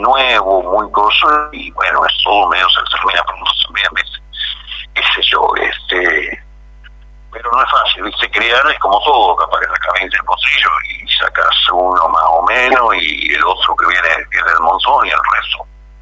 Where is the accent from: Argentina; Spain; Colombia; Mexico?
Argentina; Chascomús, Buenos Aires Province; moved away as an adult; now in Los Toldos, Argentina; me crié en Chascomú siempre, y ahora de viejo vine. Ya más o menos en el año 2011 me vine a quedar acá por nosotros, acá de casa, ¿viste? Ya, así que bueno, ya estoy radicado por esta zona.